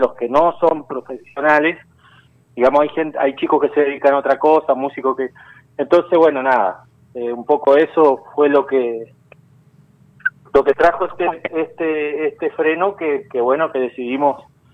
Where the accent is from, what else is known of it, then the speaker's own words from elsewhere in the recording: Crespo, Entre Ríos, Argentina; Somos de Crespo, los dos, como todos los fundadores del Grupo Encuentro.